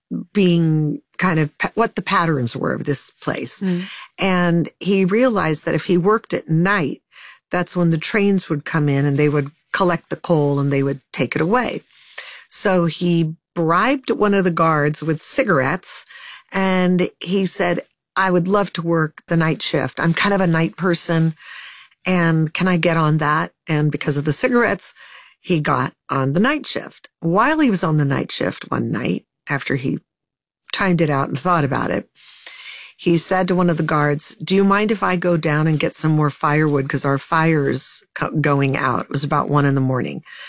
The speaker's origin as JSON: {"language": "English", "town": "Hollywood", "region": "California", "country": "United States", "tie": "born or raised there", "said": "I grew up on the Hollywood Hills. I thought it was like, I climbed the hills all the time."}